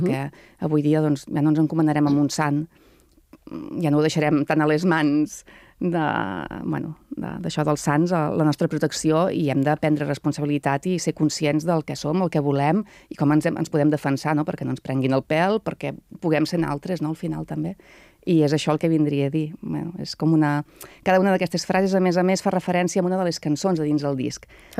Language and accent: Catalan; Catalonia, Spain; moved away; also born or lived in Belgium